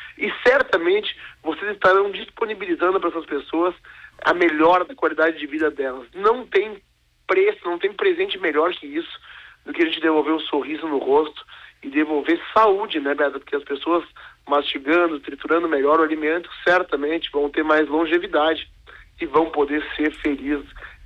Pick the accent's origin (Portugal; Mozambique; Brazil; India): Brazil; born there; Brasileiro, eu sou brasileiro nato, né?